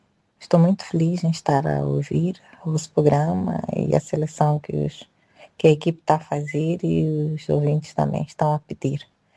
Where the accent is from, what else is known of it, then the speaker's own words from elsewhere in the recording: Quelimane, Zambezia, Mozambique; moved away; mato saudades assim da minha terra, Quelimane, província de Zambésia, lá para a província centro-norte de Moçambique.